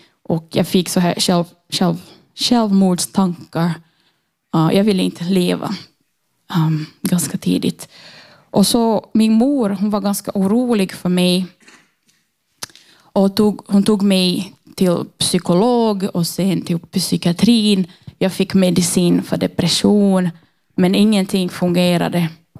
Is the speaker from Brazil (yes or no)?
yes; Brazil; now in Finland; Och jag är ursprungligen från Brasilien. Och jag har bott i Finland i 8 år.